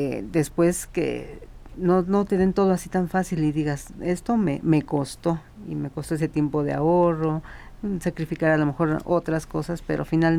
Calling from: Magdalena Contreras, Mexico City, Mexico; de Magdalena Contreras.

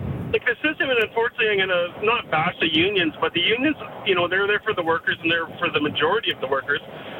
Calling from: Regina, Saskatchewan, Canada; I still live in Saskatchewan

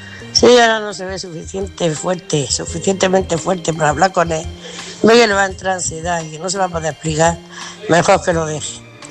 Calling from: Murcia, Region of Murcia, Spain; de Murcia

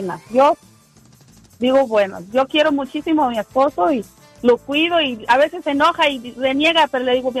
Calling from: Jalisco, Mexico; De Jalisco.

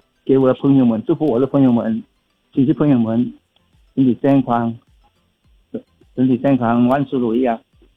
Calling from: Bali, Indonesia; 我是来自巴厘岛的

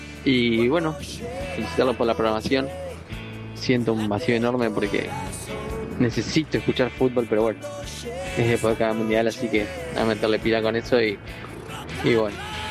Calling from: Paraná, Entre Ríos, Argentina; de Paraná, Entre Ríos.

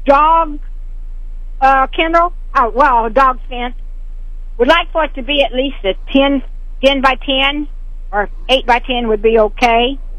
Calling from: Pilot Grove, Missouri, United States; Pilot Grove

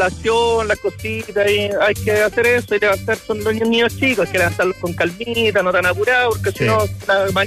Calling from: Santiago, Santiago Metropolitan Region, Chile

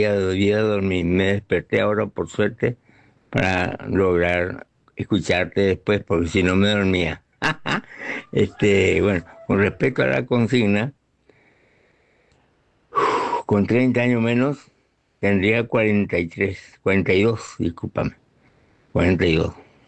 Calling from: Formosa, Argentina; de Formosa.

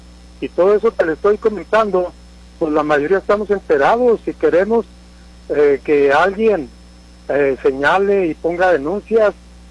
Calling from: Ciudad Juárez, Chihuahua, Mexico; aquí en Juárez

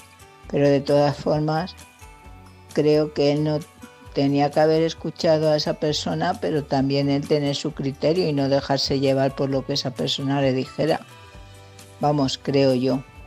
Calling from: Leganés, Community of Madrid, Spain; corresponsal de Leganés.

